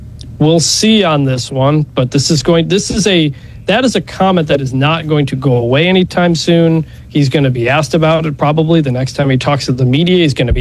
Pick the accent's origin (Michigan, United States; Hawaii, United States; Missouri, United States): Michigan, United States; Yeah, I mean, I'm not from Mississippi. I'm from Michigan. I'm not from the South.